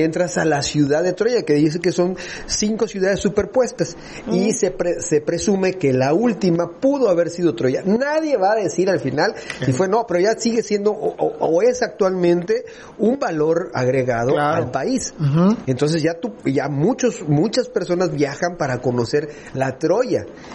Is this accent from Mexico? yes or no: yes; Mexico